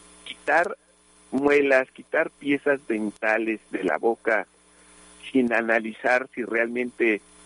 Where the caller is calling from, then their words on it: Ixtapaluca, State of Mexico, Mexico; de Iztapaluca.